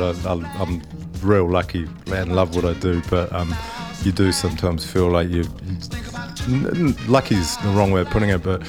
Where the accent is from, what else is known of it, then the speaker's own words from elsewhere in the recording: Christchurch, Canterbury, New Zealand; now in Auckland, New Zealand; I grew up down south in Christchurch, moved here. I mean, I've lived more than, you know, I'm an Aucklander.